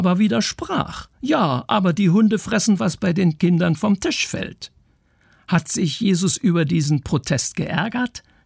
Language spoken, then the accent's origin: German; East Germany, Germany; Ich bin in der DDR zur Schule gegangen.